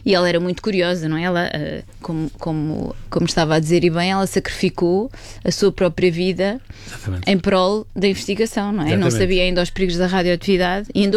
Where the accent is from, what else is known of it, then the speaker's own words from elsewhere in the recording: Oeste, Portugal; also born or lived in Lisbon; Onde eu cresci foi no Oeste, exatamente.